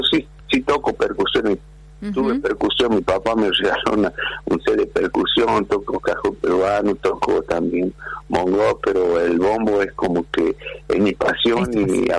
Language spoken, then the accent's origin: Spanish; Salta, Argentina